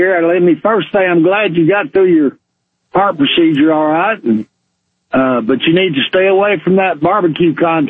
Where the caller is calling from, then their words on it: Dawsonville, Georgia, United States; from Dawsonville.